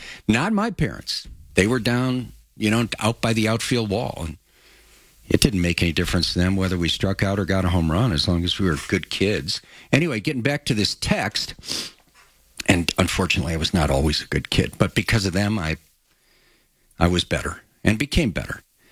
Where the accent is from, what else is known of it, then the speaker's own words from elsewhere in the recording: Chicago, Illinois, United States; moved away; growing up in Chicago